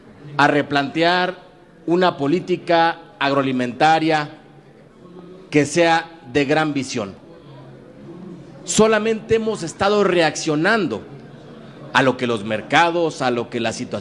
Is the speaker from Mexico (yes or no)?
yes; Mexico